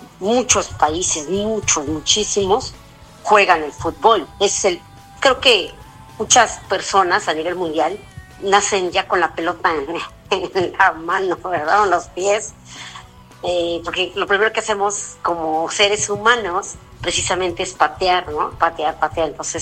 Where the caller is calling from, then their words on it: Mexico; Nosotros como mexicanos